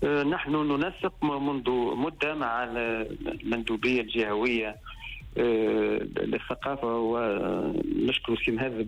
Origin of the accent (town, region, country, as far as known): Tunisia